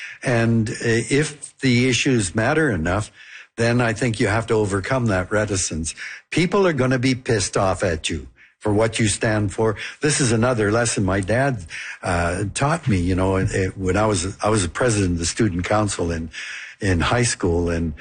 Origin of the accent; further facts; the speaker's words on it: Canada; The Japanese culture, which, you know, carried over, although my mom and dad were born and raised in Canada, as was I and my sisters